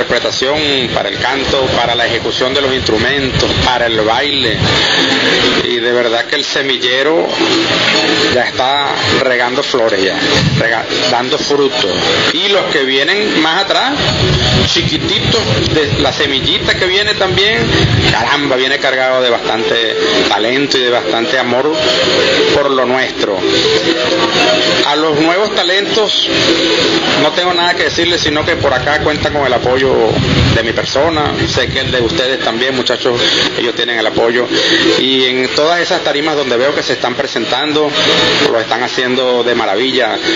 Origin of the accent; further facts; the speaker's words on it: Venezuela; born there; moved away; a mi retorno al país, a mi pueblo